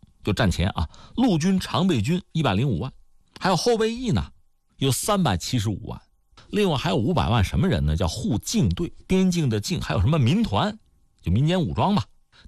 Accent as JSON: {"language": "Chinese", "country": "China", "said": "我们中国人心里面其实很不是滋味"}